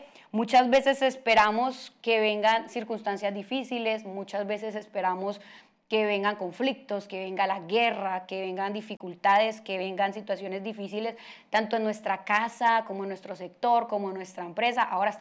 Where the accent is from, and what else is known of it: Colombia